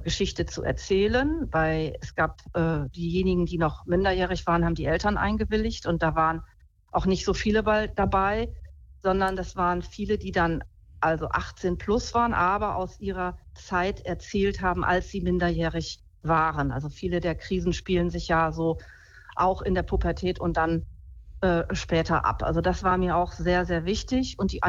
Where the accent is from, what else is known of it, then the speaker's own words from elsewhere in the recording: Osnabrück, Lower Saxony, Germany; Also ich komme aus Osnabrück, da war der Sonntag heilig, ganz klar.